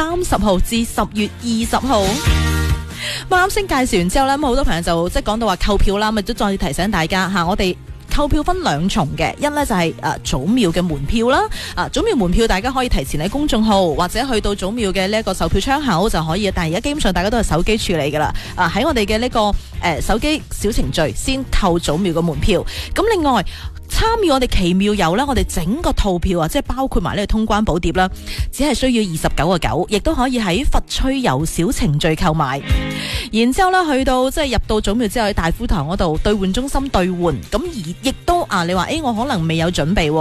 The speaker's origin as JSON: {"language": "Cantonese", "town": "Foshan", "region": "Guangdong", "country": "China"}